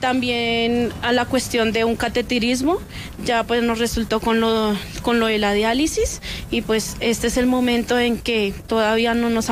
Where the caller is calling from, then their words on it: Puerto Lleras, Meta, Colombia; Nosotros venimos de Puerto Lleras Meta.